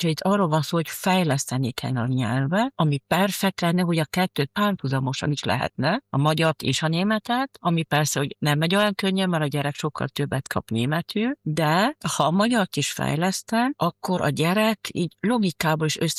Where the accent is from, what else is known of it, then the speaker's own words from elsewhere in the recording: Graz, Styria, Austria; Én itt nőttem fel Grazban, itt jártam iskolában, és akkor nem volt még ilyen első nyelvi oktatás Grazban.